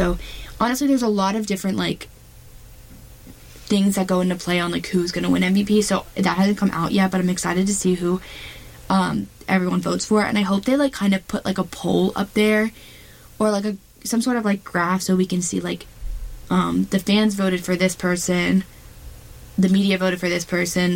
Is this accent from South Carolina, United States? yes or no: yes; South Carolina, United States; I am from South Carolina